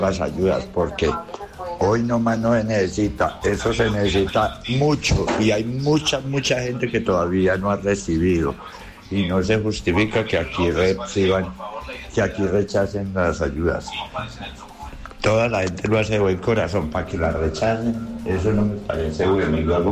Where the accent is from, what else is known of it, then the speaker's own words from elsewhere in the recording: Toro, Valle del Cauca, Colombia; Hola, muy buenos días, yo soy de acá de Toro Valle.